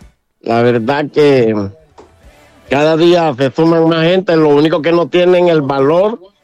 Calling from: Honduras; Aunque yo soy catracho. Catracho, pero tengo algo de Nicaragua.

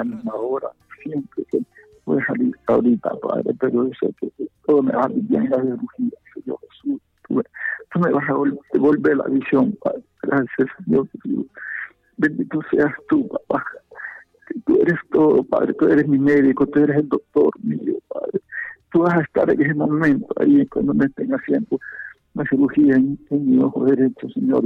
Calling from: Honduras; Aquí de la pradera, aquí

